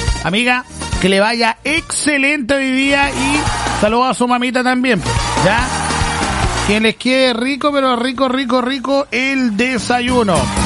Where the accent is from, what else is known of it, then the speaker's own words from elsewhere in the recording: Chile; Ya, somos chilenos, hablamos bien.